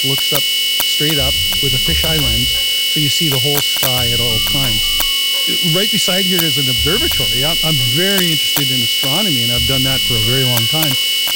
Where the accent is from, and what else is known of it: Winnipeg, Manitoba, Canada; now in Gimli, Canada